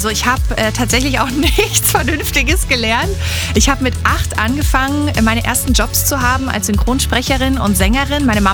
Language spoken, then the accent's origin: German; Munich, Bavaria, Germany; bin in München geboren, aufgewachsen, halb Ami, halb Deutsch